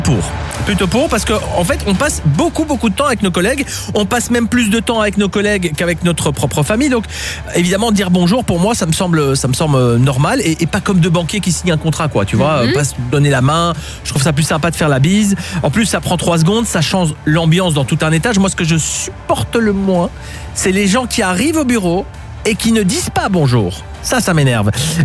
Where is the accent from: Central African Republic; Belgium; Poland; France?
Poland; moved away; chez nous, en Pologne